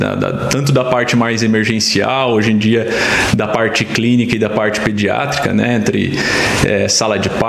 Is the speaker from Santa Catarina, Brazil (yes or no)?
yes; Tubarão, Santa Catarina, Brazil; Como equipe, eu vim de Tubarão, Criciúma, da região sul ali, me formei em Tubarão e trabalhei algum tempo entre Criciúma e Tubarão.